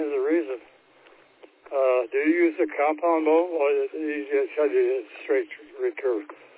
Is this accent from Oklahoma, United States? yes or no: no; Michigan, United States; I know I come from Michigan